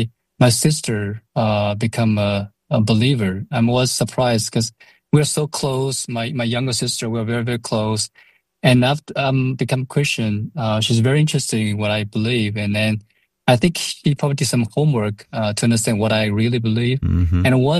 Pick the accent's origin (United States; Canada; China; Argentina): China; Actually, I grew up in China, a small village in middle part of China. And from in a big family with six kids, so I was the youngest one.